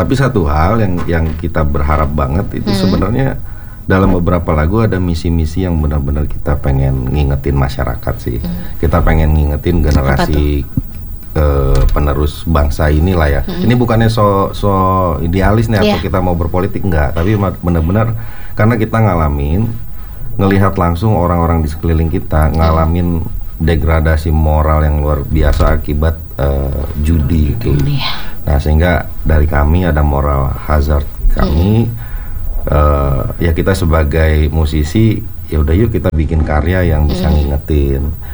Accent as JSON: {"language": "Indonesian", "region": "Jakarta", "country": "Indonesia", "tie": "born or raised there", "also_born_or_lived": "Medan", "said": "Besarnya di Jakarta"}